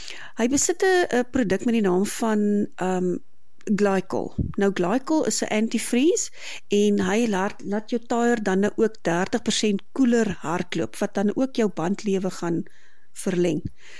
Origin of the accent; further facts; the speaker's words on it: Kempton Park, Gauteng, South Africa; born there; moved away as an adult; now in Hartenbos, South Africa; ek is gebore in Kempton Park, Johannesburg. Ons het verhuis in 2021 waar ons dan ook tans in Hartenbos bly.